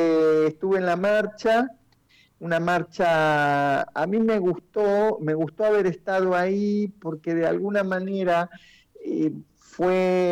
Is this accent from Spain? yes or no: no; Argentina; Rompe con esa equidad como argentinos